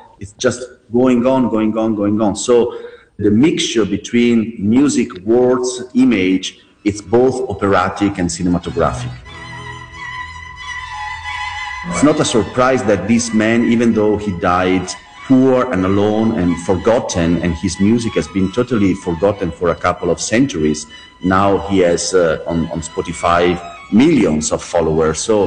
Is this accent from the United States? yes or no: no; Venice, Veneto, Italy; Because Venice is my hometown